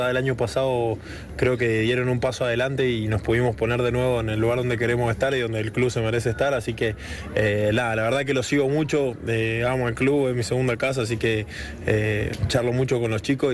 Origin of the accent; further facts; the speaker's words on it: Mendoza, Argentina; moved away as an adult; Cuando era chico jugaba en el Mendoza Rugby